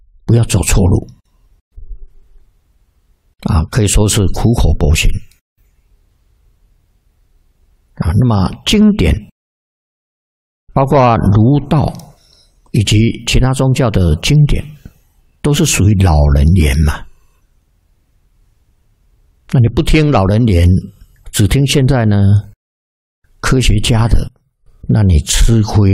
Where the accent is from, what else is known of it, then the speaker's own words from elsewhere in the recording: Taiwan; 过去我们台湾话啊，也就是闽南语啦